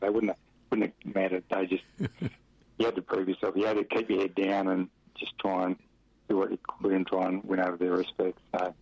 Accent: Claremont, Australia; I come from Claremont, I'm pretty used to this sort of socialisation.

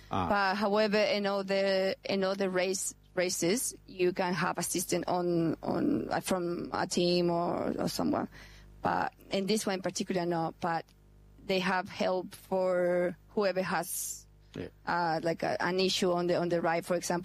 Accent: Chile; born or raised there; now in Perth, Australia

